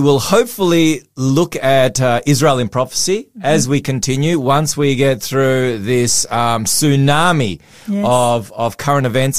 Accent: Melbourne, Victoria, Australia; also born or lived in Footscray; Seddon Church. That's where I grew up. I was literally born.

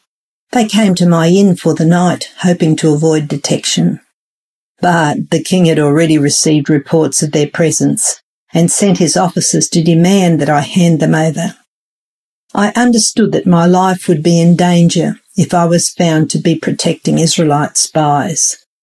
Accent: Brisbane, Queensland, Australia; from Brisbane

